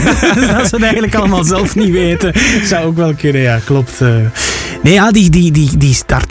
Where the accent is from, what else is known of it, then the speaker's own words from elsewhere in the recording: Belgium; waar we als Belgen met z'n allen op gaan besparen.